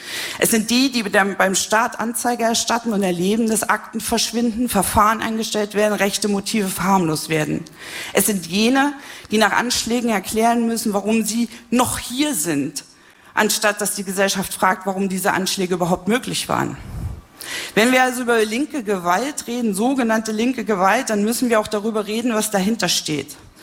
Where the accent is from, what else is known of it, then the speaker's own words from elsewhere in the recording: Jena, Thuringia, Germany; Die Abwandlung dieses Brecht-Zitats steht in meiner Heimatstadt Jena an der Wand der Wirkungsstätte eines sehr lieben, aber leider verstorbenen Freundes